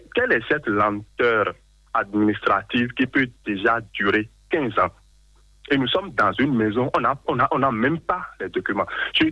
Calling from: Adjohoun, Ouémé, Benin; Hein. Je vous appelle d'Adjoum.

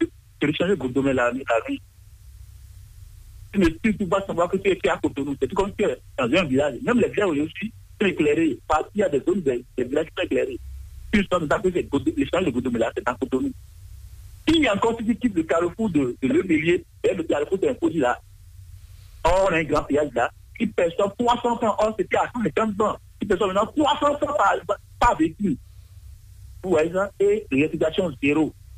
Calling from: Benin; On aime notre pays, le Bénin. Alors, nous sommes béninois, nous sommes plus béninois, et nous sommes fiers d'être béninois.

